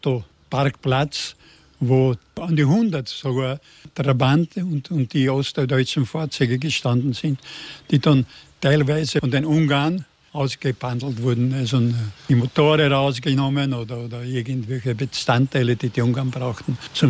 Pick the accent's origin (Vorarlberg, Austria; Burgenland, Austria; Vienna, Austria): Burgenland, Austria; Rust; also born or lived in Eisenstadt; 15 Uhr wäre mein Weg gewesen von Eisenstadt zu meiner Heimatgemeinde Rust am See durch St. Margarethen.